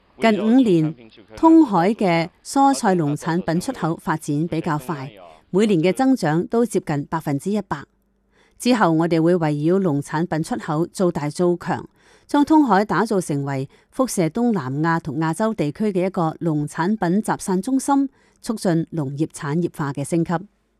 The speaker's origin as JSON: {"language": "Chinese", "country": "Thailand", "said": "我们泰国人是很喜欢云南菜的，一般高级的酒店都喜欢我们云南菜。"}